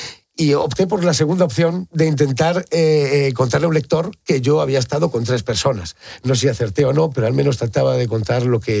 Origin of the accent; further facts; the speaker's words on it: Spain; moved away as an adult; also born or lived in Mexico / Latin America; Yo me consideraba y soy español 100%, por supuesto, y creía estar muy conectado a mi país.